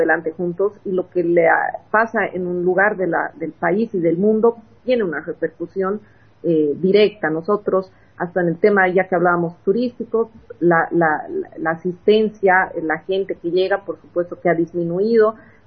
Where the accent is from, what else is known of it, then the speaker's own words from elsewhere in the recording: Tarija, Bolivia; Y tenemos 11 municipios, además con una diversidad. Tenemos altiplano y Chaco.